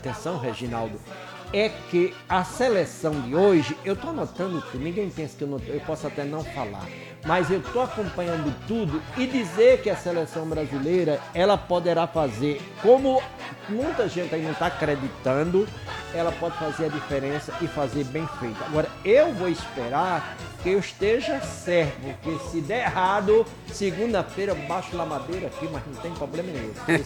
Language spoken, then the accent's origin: Portuguese; Brazil